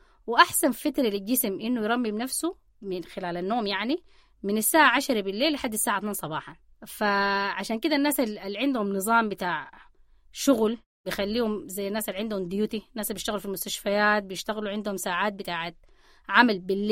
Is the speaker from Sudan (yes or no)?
yes; Sudan; وانت عارفة انه احنا كسودانيين طبعا بنحب اللحمة، بنحب ناكلها في التبيخ في كل نوع خضار